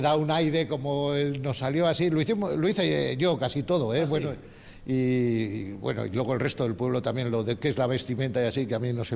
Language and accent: Spanish; Gaceta, Basque Country, Spain; Yo soy de Gaceta, o sea, yo he nacido en La Llanada.